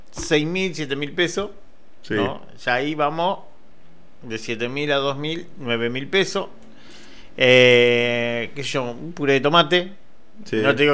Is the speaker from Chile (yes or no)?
no; Argentina